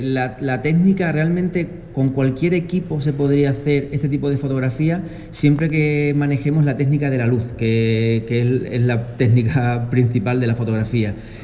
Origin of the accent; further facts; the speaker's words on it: Zalamea de la Serena, Extremadura, Spain; hace 10 años ya tengo mi empresa de fotografía en Don Benito, aunque soy natural de Zalamea.